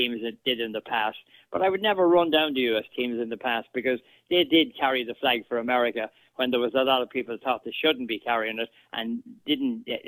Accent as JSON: {"language": "English", "country": "Ireland", "said": "then I'm Irish."}